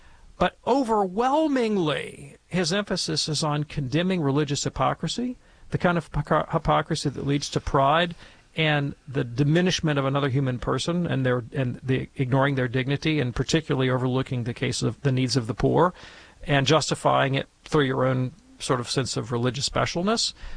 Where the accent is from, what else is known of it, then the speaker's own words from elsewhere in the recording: Alabama, United States; I think about where I'm from, which is Alabama. I'm from the South